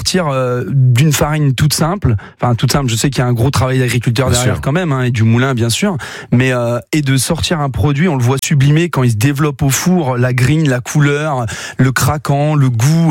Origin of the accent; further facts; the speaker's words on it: France; on est français